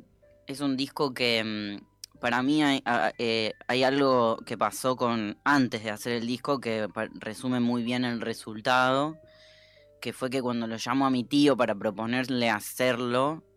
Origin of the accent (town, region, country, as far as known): Laguna Larga, Córdoba, Argentina; moved away